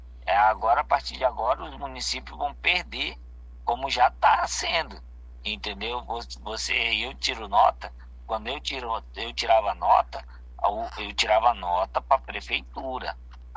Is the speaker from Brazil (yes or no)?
yes; Presidente Figueiredo, Amazonas, Brazil; como eu sou de Presidente Figueiredo, eu tenho um monte de parente